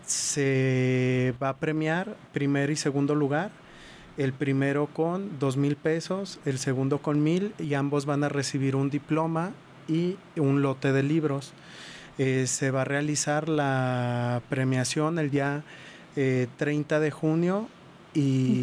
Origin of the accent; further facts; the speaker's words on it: Mexico; nos podemos identificar como mexicanos